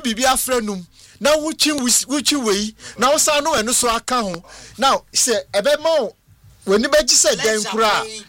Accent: South Africa; as a South African so me see obey people are not narrating the narrative tells us how they live and the way they do things.

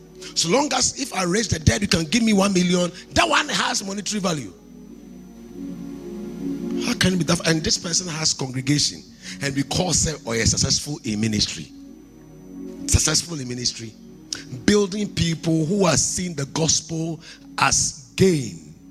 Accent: Kumasi, Ashanti, Ghana; I come from Kumasi.

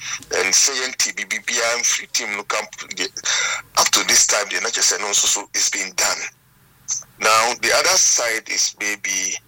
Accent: Ghana; as a Ghanaian

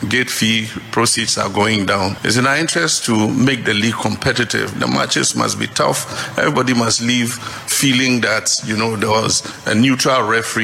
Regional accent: Ghana; And there are many times that I have traveled to different countries. And once you are identified as a Ghanaian, somebody would shout, oh, Asante Kotoko

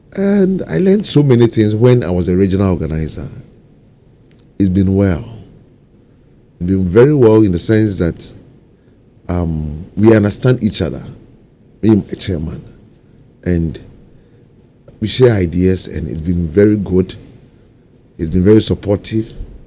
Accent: Asokwa, Ashanti, Ghana; You know, I'm from Asqua, the member of parliament for Asqua, who happens to be the deputy minority leader

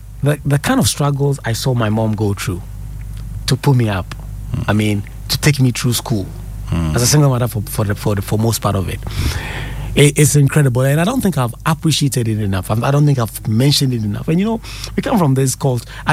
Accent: Ankase, Ghana; now in Accra, Ghana; I grew up in Ankase.

